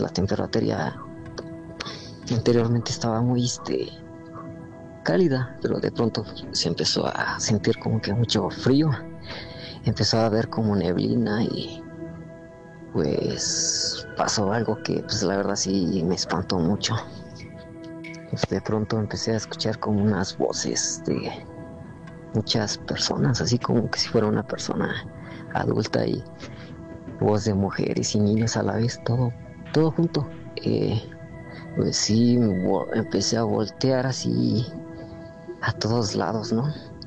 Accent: Toluca, State of Mexico, Mexico; Soy de Toluca y no daré muchos detalles donde ocurrió esto

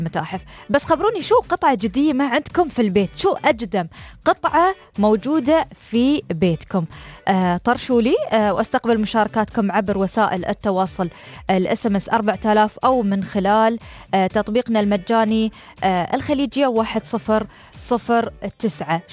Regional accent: United Arab Emirates

